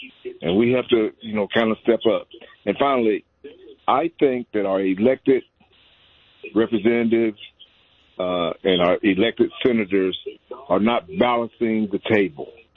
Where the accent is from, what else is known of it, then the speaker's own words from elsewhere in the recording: Shaker Heights, Ohio, United States; there was right in mid-America, and I'm from Shaker Heights, Ohio.